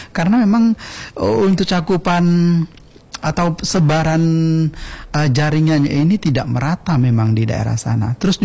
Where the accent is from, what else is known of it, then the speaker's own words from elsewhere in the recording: Jambi, Indonesia; desa saya, cepatnya Desa Batu Sawar.